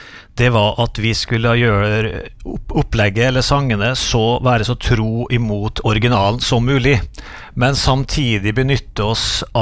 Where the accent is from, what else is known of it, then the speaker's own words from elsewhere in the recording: Tingvoll, Møre og Romsdal, Norway; også på Tingvoll, der jeg vokste opp.